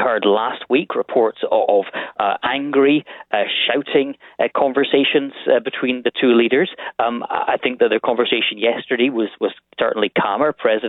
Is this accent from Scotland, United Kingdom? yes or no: yes; Scotland, United Kingdom; I'm from Scotland